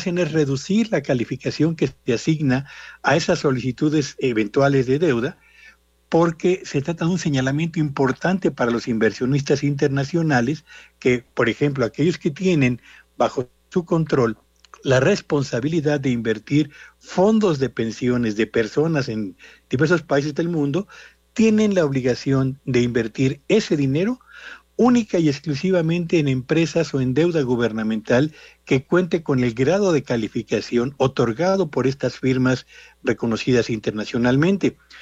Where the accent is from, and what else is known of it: Mexico